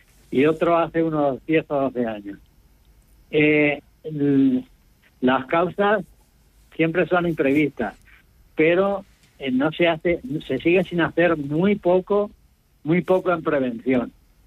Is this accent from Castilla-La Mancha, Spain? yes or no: yes; Castilla-La Mancha, Spain; yo soy de Castilla-La Mancha, uh-huh. Un pueblo pegado a Albacete